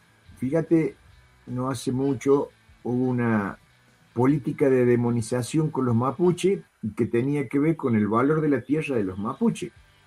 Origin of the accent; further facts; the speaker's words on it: Argentina; cómo somos los argentinos, somos repatriotas cuando va a jugar la selección argentina